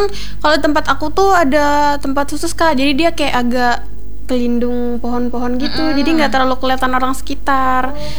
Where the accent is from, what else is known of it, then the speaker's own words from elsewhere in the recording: Central Kalimantan, Indonesia; Intinya tetap melestarikan budaya kita di Kalimantan Tengah gitu.